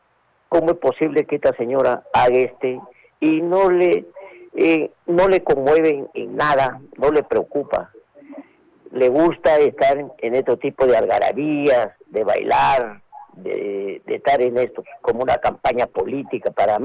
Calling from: Arequipa, Peru; la margen derecha del distrito de Cerro Colorado.

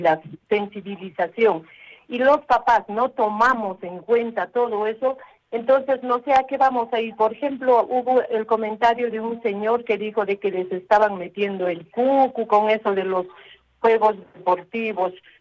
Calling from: Arequipa, Peru; acá en Arequipa

